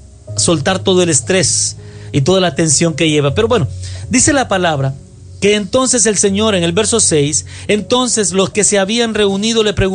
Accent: El Salvador; born there; moved away; En El Salvador, soy salvadoreño de nacimiento.

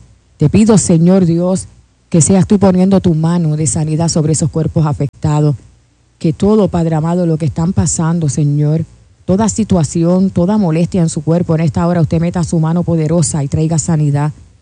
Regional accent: Puerto Rico; Yo soy boricua

